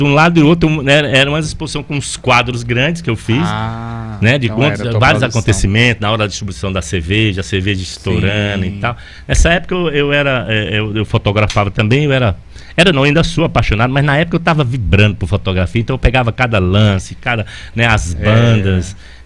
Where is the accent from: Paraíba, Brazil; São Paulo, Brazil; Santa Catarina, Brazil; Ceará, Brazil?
Ceará, Brazil; Quixeramobim; born there; Na verdade, eu nasci em Quixeramobim, né?